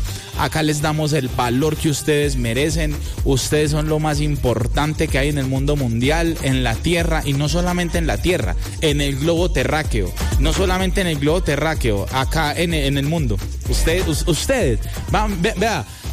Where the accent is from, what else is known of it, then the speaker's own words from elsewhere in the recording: Colombia; Así somos los colombianos, hermano.